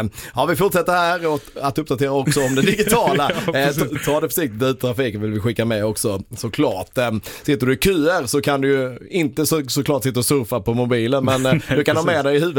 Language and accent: Swedish; Åryd, Blekinge, Sweden; Jag är från Åryd utanför Karlshamn.